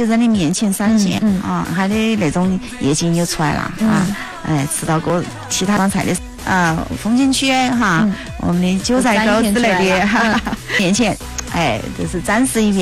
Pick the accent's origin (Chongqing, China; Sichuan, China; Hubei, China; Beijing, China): Chongqing, China